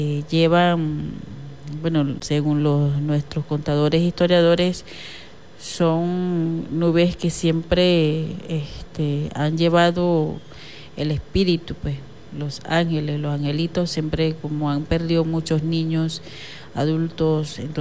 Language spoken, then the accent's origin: Spanish; Venezuela; los pueblos originarios de este municipio también pues damos esa solidaridad como hermandad, como venezolanos que somos.